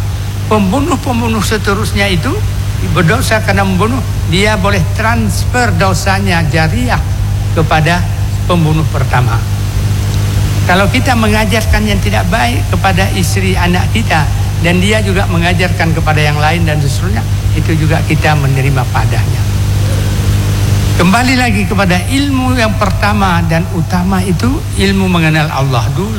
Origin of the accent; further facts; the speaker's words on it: Aceh, Indonesia; moved away; Saya orang Aceh